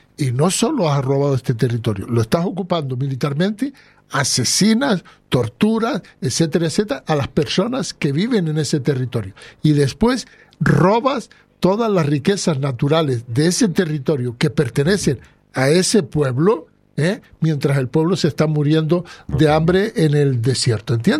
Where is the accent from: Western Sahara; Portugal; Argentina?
Western Sahara; also born or lived in Canary Islands, Spain; Porque, fíjate tú, yo soy saharaui, soy también canario, pero Marruecos es un peligro para Canarias.